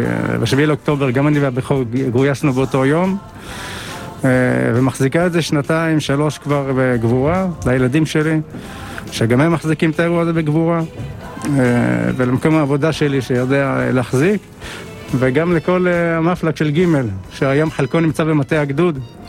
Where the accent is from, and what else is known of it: Gedera, Central District, Israel; born or raised there